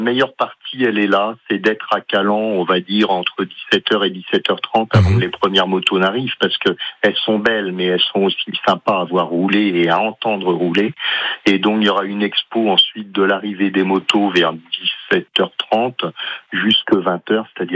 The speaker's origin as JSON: {"language": "French", "town": "Plouay", "region": "Brittany", "country": "France", "said": "moi je suis de Plouet."}